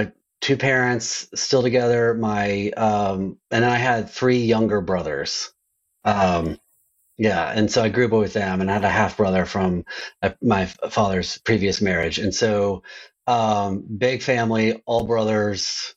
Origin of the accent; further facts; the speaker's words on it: Houston, Texas, United States; moved away as an adult; also born or lived in Bowling Green, Kentucky / Louisville, Kentucky; now in Nashville, United States; my dad moved us to the Houston, Texas area for his job. And so, yeah, I grew up in Houston until my early 30s. And then I moved back to Louisville, Kentucky